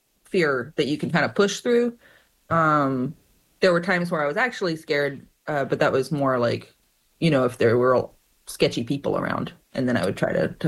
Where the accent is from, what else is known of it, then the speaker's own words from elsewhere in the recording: Tucson, Arizona, United States; now in Athens, Georgia, United States; I grew up in Tucson, Arizona, which is right on the U.S.-Mexico border.